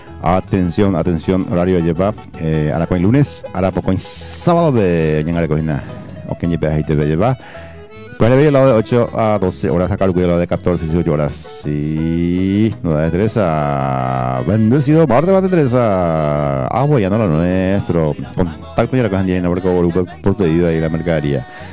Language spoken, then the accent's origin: Spanish; Paraguay; No, estamos hecho como buen paraguayo lleva, que somos. Sí, paraguayo obviamente lleva.